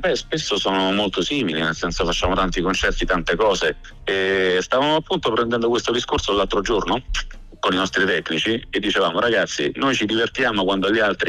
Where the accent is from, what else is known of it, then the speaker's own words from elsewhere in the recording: Civitavecchia, Lazio, Italy; io sono di Civitavecchia, in una città di mare